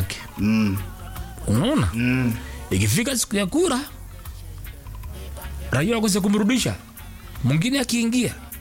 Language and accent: Swahili; Makueni County, Kenya; Kwetu ni Makueni county, yeah?